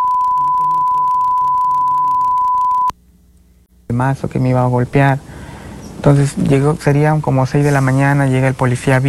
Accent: La Libertad, Peru; mi pueblo llamado Nexo del H, es un caserío que pertenece a la empresa Casagrande

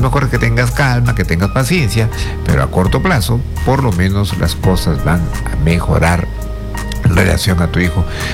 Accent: Paita, Piura, Peru; Saludos, Paita, mi tierra, el norte de Perú

